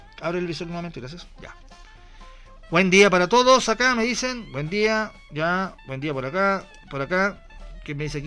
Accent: Chile; nosotros nos craneamos como chilenos

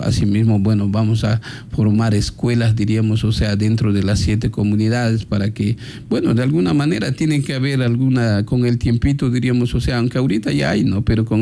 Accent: Santo Domingo de los Tsáchilas, Ecuador; tengo el respaldo de mi pueblo, de las 7 comunidades

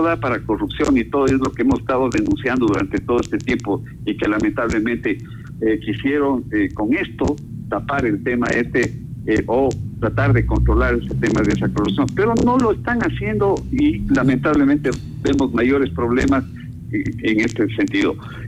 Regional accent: Ecuador; a mi pueblo, al pueblo ecuatoriano

